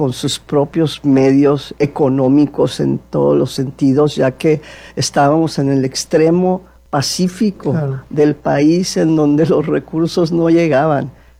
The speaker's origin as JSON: {"language": "Spanish", "town": "Tijuana", "region": "Baja California", "country": "Mexico", "said": "somos tijuanenses, somos baja californianas, queremos mucho a nuestra entidad"}